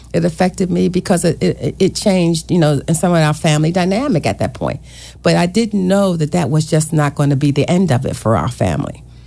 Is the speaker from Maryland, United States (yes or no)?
yes; Baltimore, Maryland, United States; I grew up in Baltimore City